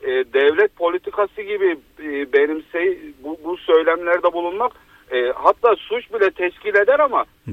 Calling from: Antalya, Turkey; ben Antalya'dan.

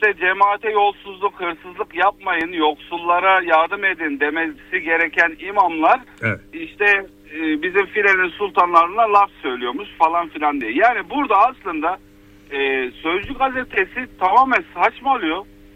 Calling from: Antalya, Turkey; ben Antalya'dan.

